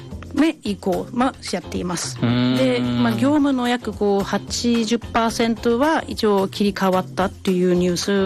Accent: Schleswig-Holstein, Germany; Japanese is a second language; でそれが私の地元だったりするんですけど、

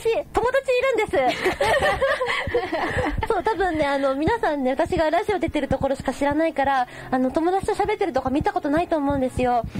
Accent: Aichi, Japan; moved away as an adult; now in Toyooka, Japan; 豊岡から私の地元の方にね、友達が遊びに来てくれたので、名古屋で一緒に展覧会に行ったりとか

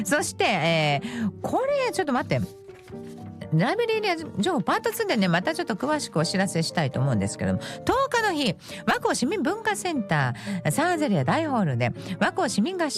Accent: Osaka, Japan; さあ、今日はですね、お好み焼きがテーマということなので、元大阪人としては欠かずにいられないそういうことね

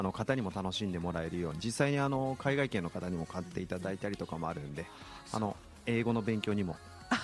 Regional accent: Osaka, Japan; now in Atsugi, Japan; はい、もう 12,3 年ぐらい厚木にいますんで、かなり、はい、厚木が大好きです。

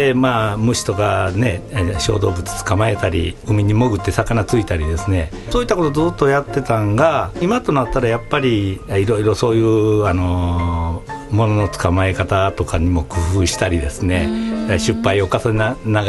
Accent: Osaka, Japan; born there; 僕大阪で生まれてるんですけれども、はい、両親が淡路島の海辺の出身なんですね。

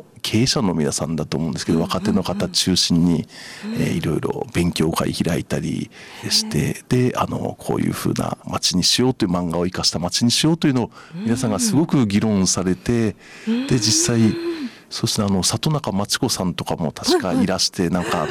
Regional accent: Kumamoto, Japan; born there; moved away as an adult; also born or lived in Tokyo; 石巻熊本生まれで、まあ、大学は東京だったんですけど、

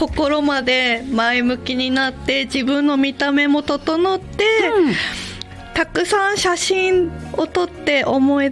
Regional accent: Akita, Japan; moved away as an adult; 生まれも育ちも秋田の秋田美人です。

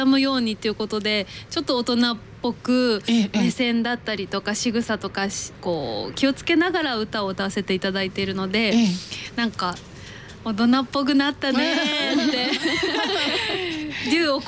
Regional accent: Fukushima, Japan; 私も福島県出身なの で

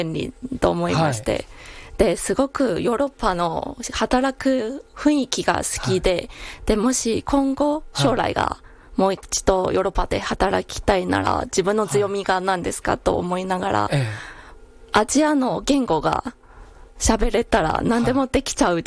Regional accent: Taiwan; Japanese is a second language; now in Japan; 自分は台湾人だから、台湾人は絶対そういうオリンピックはやらない。

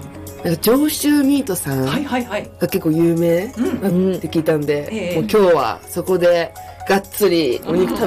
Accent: Chiba, Japan; 私は千葉出身なんですけど、

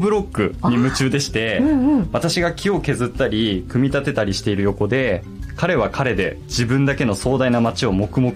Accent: Natori, Miyagi, Japan; はい、私生まれも育ちもずっと名取でして、居心地が良くてですね、名取から外に出たことがございません。

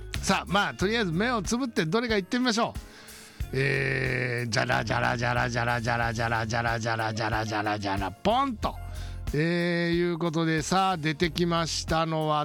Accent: Fukushima, Japan; 私たち福島県人にとってはね、胸を張って言いたいところでございます。福島出身です。まあ、正確に言うとちょっと違うんだけど、ちょっと違ったりするんだけども、基本福島出身ということ

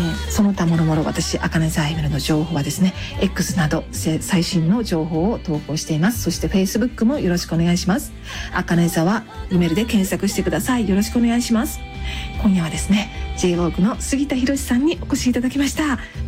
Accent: Takamatsu, Kagawa, Japan; 私も香川県高松市出身なので

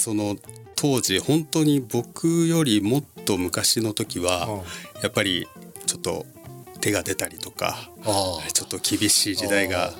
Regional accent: Shizuoka, Japan; はい、僕静岡出身なんですが

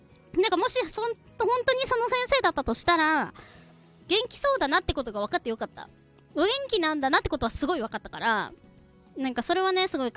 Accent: Sapporo, Hokkaido, Japan; 私も地元を出てないしさ、ね、私は札幌生まれ札幌育ちですけど、まあ今も実家に住んでて、こう一人暮らししてるわけでもなく、

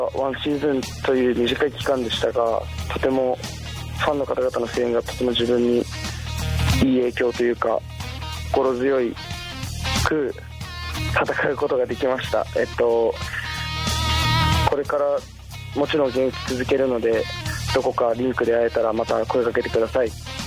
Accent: Kushiro, Hokkaido, Japan; born there; moved away; 釧路で生まれたんですけど

